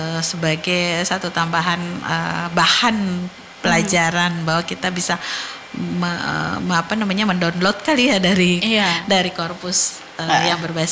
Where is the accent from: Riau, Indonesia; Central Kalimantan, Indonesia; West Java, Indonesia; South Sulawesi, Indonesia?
South Sulawesi, Indonesia; Kita tuh orang Sulawesi Selatan perlu berbangga ya, karena muatan lokal itu dari dulu, dari saya kecil juga sudah belajar bahasa daerah di sekolah.